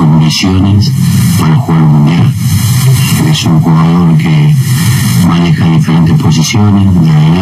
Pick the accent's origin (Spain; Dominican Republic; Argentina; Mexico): Argentina; Villa María, Córdoba; Es un chico, encima de Villa María, yo soy de Villa María, nacimos en un pueblo